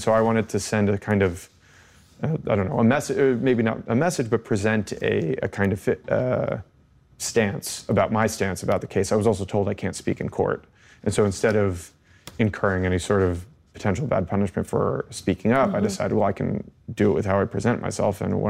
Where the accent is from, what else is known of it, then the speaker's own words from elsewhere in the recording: United States; And I'm an American journalist.